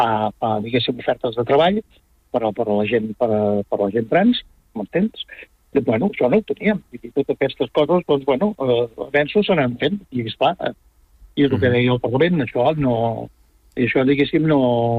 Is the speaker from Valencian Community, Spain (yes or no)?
no; Vic, Catalonia, Spain; Jo sí, jo sóc de Vic.